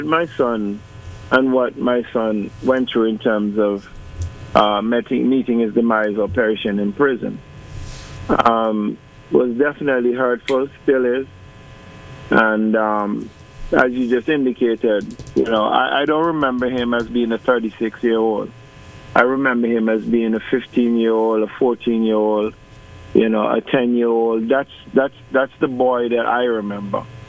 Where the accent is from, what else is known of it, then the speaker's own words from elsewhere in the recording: Antigua & Barbuda; I dare say, I'm from Antigua, so I can probably say this without a whole lot of backlash. Antigua, for some reason, in our country, in our 108 square miles